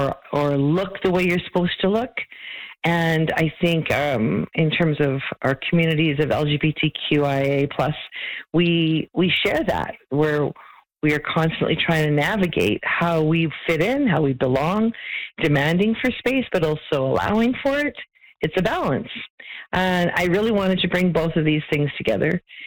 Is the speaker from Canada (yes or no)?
yes; Canada; also born or lived in Philippines; this immigrant kid who grew up here.